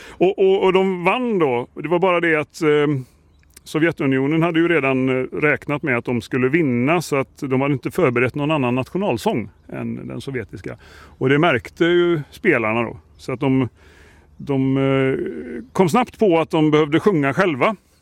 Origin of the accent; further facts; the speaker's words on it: Västra Götaland County, Sweden; Jag är ju västgöte